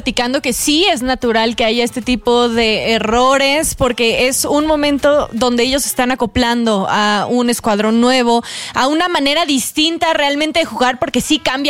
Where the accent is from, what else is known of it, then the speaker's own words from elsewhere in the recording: Mexico; nosotros como mexicanos